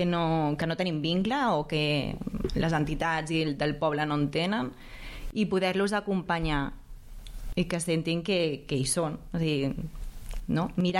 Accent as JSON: {"language": "Catalan", "region": "Catalonia", "country": "Spain", "said": "però clar, jo vinc del Baix Llobregat, i és bastant diferent que aquí."}